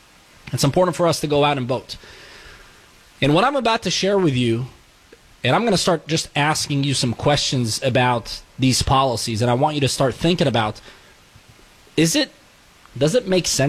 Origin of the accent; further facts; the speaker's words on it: California, United States; I believe, as a Californian, the we hit that ship.